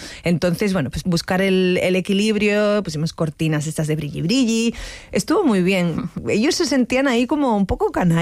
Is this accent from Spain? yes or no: yes; Canary Islands, Spain; A ver, es que yo soy canaria, entonces yo pienso tropical y pienso en frutas.